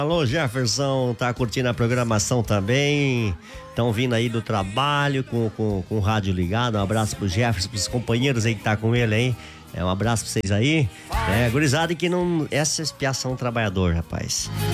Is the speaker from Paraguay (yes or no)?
yes; Naranjal, Alto Paraná, Paraguay; now in Santa Rita, Paraguay; a gente se criou em Naranjal, na cidade vizinha aqui de Santa Rita.